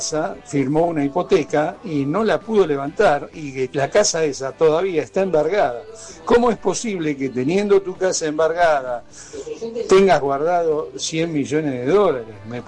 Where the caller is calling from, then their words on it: Monte Grande, Buenos Aires Province, Argentina; de Monte Grande.